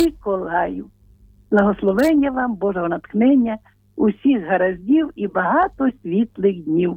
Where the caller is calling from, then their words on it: Lviv, Lviv Oblast, Ukraine; я зі Львова